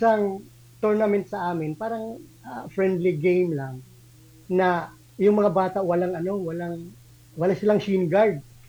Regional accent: Eastern Visayas, Philippines; moved away; Kasi doon ako sa probinsya nagsimula eh. Sa Samar, sa hometown ko.

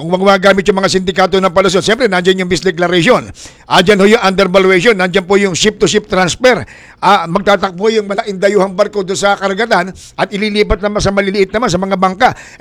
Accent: Metro Manila, Philippines; ako'y dini sa Metro Manila lumaki at hindi ko nakilala mga mag-anak sa Batangas.

